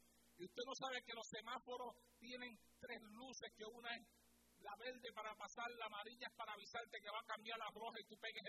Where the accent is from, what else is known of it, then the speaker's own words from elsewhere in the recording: Puerto Rico; now in United States; Cuando yo vine de Puerto Rico acá, que yo fui a cambiar mi licencia, yo tuve que coger un examen.